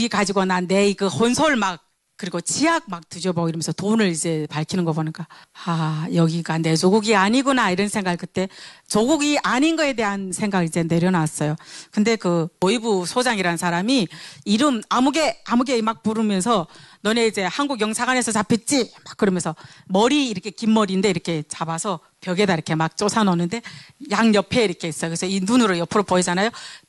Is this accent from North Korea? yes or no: yes; North Korea; Korean is a second language; moved away as an adult; also born or lived in China; 내가 북한 사람이란 거 얘기해야 되나 말아야 되나 이런 고민이 있었는데